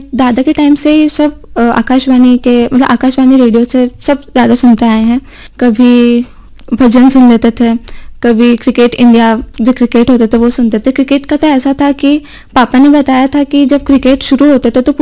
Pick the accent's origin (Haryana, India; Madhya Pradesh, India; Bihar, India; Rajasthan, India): Rajasthan, India; Mount Abu; moved away as an adult; now in Udaipur, India; मैं मोहनलाल सुखाड़िया से visual department की स्टूडेंट हूँ। मैं माउंट आबू की रहने वाली हूँ, मैंने स्कूलिंग भी केंद्रीय विद्यालय माउंट आबू से करा है।